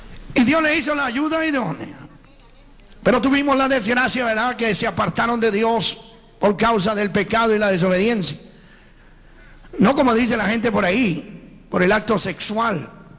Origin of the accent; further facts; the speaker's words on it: Venezuela; also born or lived in Italy; now in Sacramento, United States; yo soy italiano, criado en Venezuela, como dijo el hermano, y vivimos en Sacramento, California. Tenemos 53 años de edad.